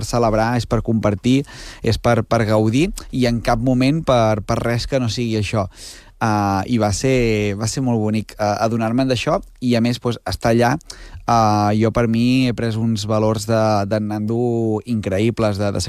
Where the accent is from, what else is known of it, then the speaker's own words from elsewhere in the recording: Santa Eulàlia de Riuprimer, Catalonia, Spain; Jo sóc de l'altra banda d'Osona, sóc de Santa Eulàlia, Riu Primer, que també a Muntanyola, per allà també.